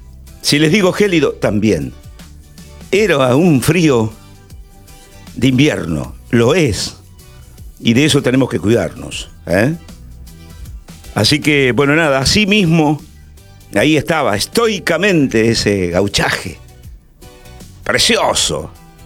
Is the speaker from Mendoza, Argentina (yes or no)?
no; Córdoba, Argentina; now in Santa Fe, Argentina; Y soy cordobés, ¿está bien? Aunque los tiempos, los años han pasado y hoy más santafesino que nunca.